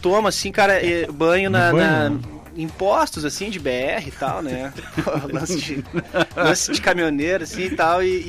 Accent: Lajeado, Rio Grande do Sul, Brazil; eu sou de Lajeado, no Rio Grande do Sul.

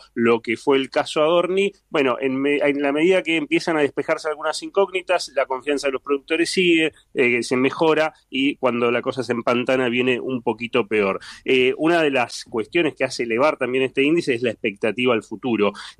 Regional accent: Argentina; y también fíjate cómo somos los argentinos

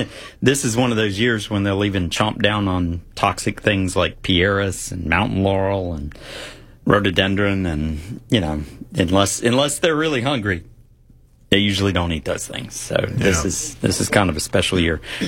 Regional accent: Sparta, North Carolina, United States; Well, I'm from North Carolina.

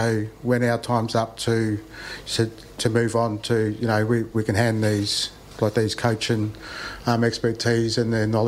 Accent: Victoria, Australia; I'm from Gunidjmara country

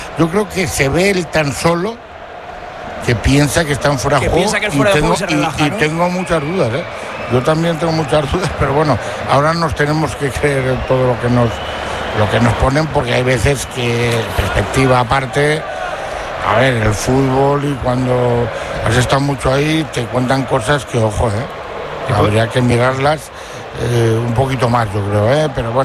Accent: Valladolid, Castile and León, Spain; Yo soy pucelano y blanquivioleta, soy del Valladolid. Porque nací así y voy a morir así. Todo lo tengo en Valladolid.

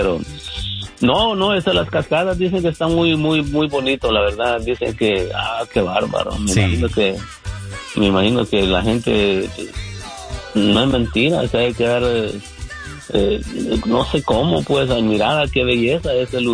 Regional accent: Juayúa, Sonsonate, El Salvador; soy de esa área

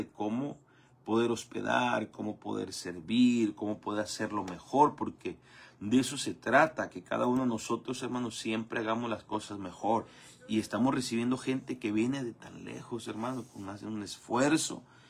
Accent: Mexico; así somos los mexicanos

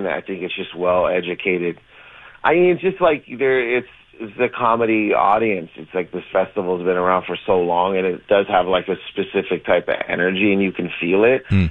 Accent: Windsor, Ontario, Canada; now in Los Angeles, United States; my home is Los Angeles.

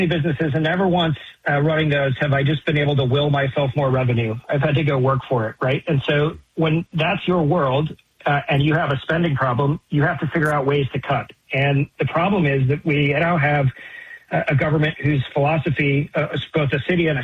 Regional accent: Tacoma, Washington, United States; now in Seattle, United States; You know, I grew up in Tacoma. I remember being in middle school and I had to do a report on the startup community in Seattle.

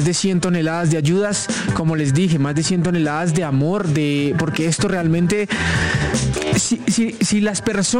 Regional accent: Colombia; lo que somos como colombianos

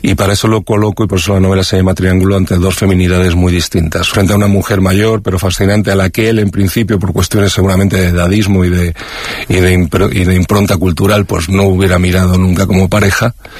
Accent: Madrid, Community of Madrid, Spain; Yo soy muy urbanita, yo soy de Madrid

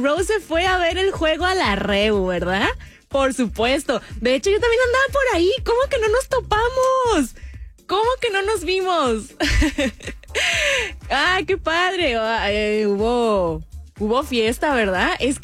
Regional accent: Mexico; now in Tijuana, Mexico; así somos los mexicanos

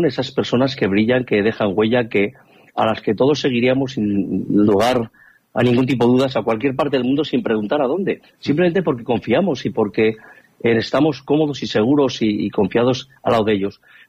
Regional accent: Tudela, Navarre, Spain; moved away as an adult; now in Santa Cruz de Moncayo, Spain; nací allí, en Tudela, los años más importantes de mi vida los he pasado allí, aunque ahora estoy viviendo en Santa Cruz de Moncayo

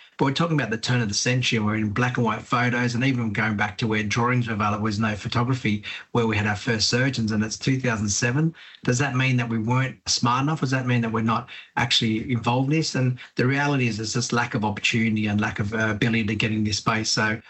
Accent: Australia; Yes, I grew up in Warramai country. And it was quite an interesting area from there.

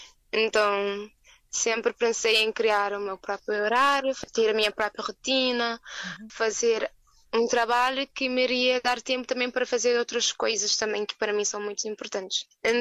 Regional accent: Cape Verde; sou de Cabo Verde.

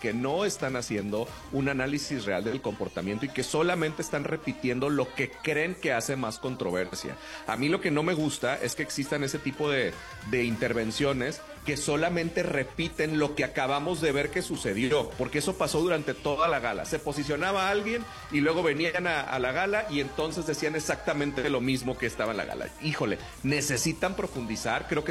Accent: Mazatlán, Sinaloa, Mexico; moved away as an adult; now in Monterrey, Mexico; yo nací en Mazatlán y viví hasta mis 18 años allá y vivo en Monterrey

